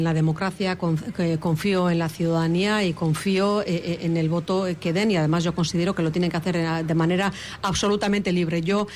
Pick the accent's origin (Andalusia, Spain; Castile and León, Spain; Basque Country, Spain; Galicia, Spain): Basque Country, Spain; Azpeitia; moved away as an adult; now in Hondarribia, Spain; Yo soy de Azpeitia, pero vivo en Hondarribi desde hace ya muchos años